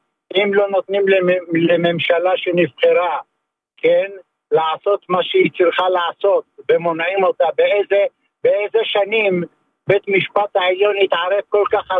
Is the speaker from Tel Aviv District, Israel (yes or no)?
yes; Tel Aviv-Yafo, Tel Aviv District, Israel; אני גדלתי ברחוב 60, תסלח לי, המרכז של העבריינות בשנות ה-50